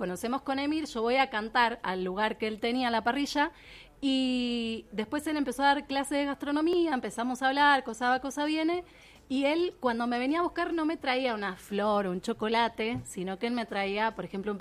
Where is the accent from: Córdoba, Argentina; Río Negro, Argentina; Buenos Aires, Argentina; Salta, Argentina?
Buenos Aires, Argentina; Bueno, yo soy murguera. Soy murguera porteña. Y empecé cantando en una murga.